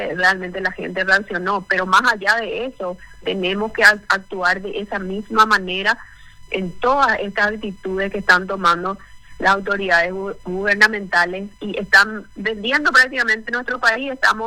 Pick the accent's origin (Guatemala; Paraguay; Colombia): Paraguay; nosotros, como pueblo paraguayo, el fútbol es la pasión del pueblo, del país.